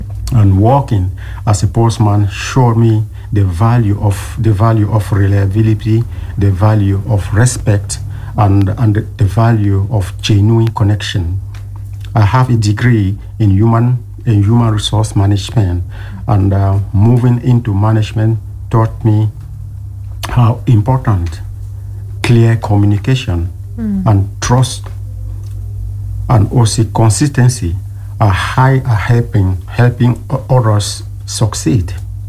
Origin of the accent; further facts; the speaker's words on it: Cameroon; moved away as an adult; also born or lived in Waterford / Cork; now in Ireland; I was born in Cameroon, and life there was tough, and opportunities were limited.